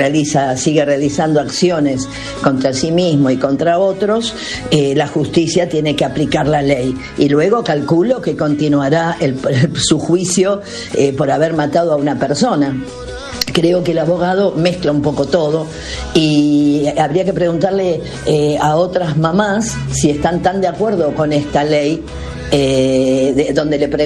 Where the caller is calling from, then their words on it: Florida, Buenos Aires Province, Argentina; de Florida.